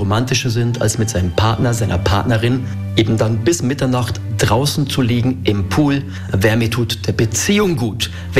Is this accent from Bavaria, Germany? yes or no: yes; Bavaria, Germany; Ich bin geborener Niederbayer. Für mich war dann irgendwann der Punkt erreicht, wo ich gesagt habe, ich wollte wieder nach Hause.